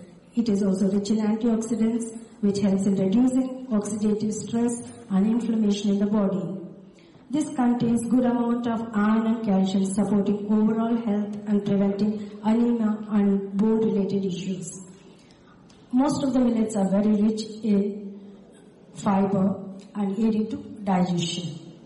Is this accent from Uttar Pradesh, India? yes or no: no; Andhra Pradesh, India; from Andhra Pradesh. I am a coordinator and a small gist I would like to tell about my center. My center is on the fence of a forest called Kaundinya, which runs across Chittoor district.